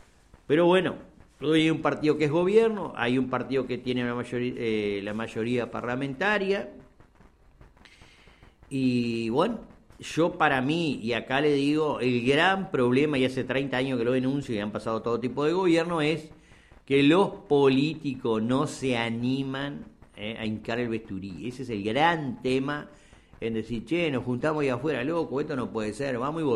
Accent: Uruguay

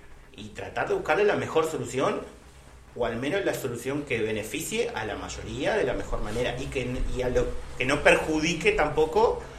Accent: Uruguay

